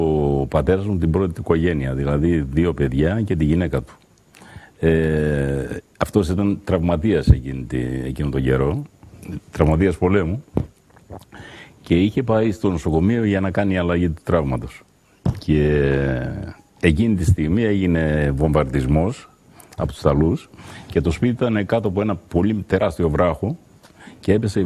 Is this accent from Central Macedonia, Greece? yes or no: no; Ioannina, Epirus, Greece; born there; Στην πατρίδα μου.